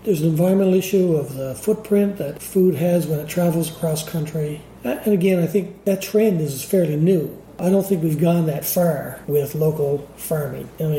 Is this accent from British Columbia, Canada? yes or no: no; Lewisporte, Newfoundland and Labrador, Canada; I grew up in Lewisport, and as a child, because my mom was from Winnipeg, she was a home economist.